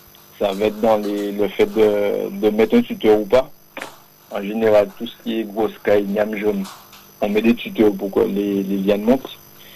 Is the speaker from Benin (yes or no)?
no; Les Abymes, Guadeloupe, France; je suis originaire des Grands Fonds, Gonfron des Abîmes.